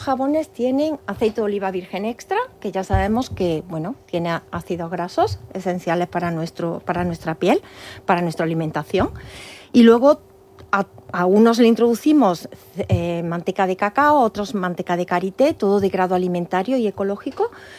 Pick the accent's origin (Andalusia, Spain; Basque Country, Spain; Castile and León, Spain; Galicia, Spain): Andalusia, Spain; Córdoba; una almazara de Córdoba, de mi tierra